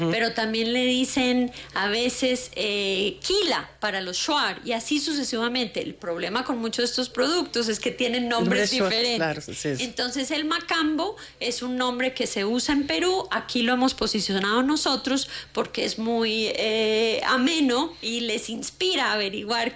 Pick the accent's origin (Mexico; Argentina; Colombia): Colombia; yo como colombiana